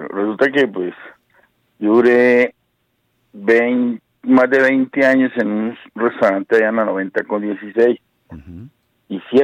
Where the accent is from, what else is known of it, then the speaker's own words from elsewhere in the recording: El Guamo, Tolima, Colombia; also born or lived in Ortega, Tolima; now in Bogotá, Colombia; mi papá era del Tolima, yo nací en un pueblo chiquito llamado Ortega Tolima, me crié en el Guamo, pero llevo 2.580 años, como le digo a mis amigos, aquí en Bogotá.